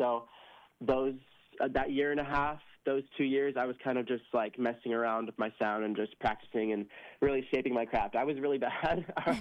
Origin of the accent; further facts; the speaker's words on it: San Diego, California, United States; I grew up on a lot of different genres of music. I'm from San Diego, California, so we're blasting R&B down here, reggae, rock, everything under the sun.